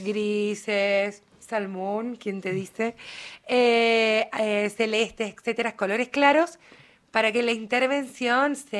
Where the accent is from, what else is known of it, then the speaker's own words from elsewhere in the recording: Río Turbio, Santa Cruz, Argentina; los rioturbienses somos más bien echados para adentro